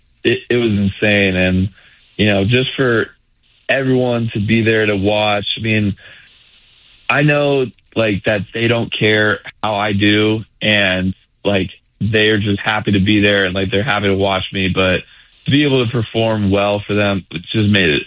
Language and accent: English; California, United States; I'm still happy to be in my home state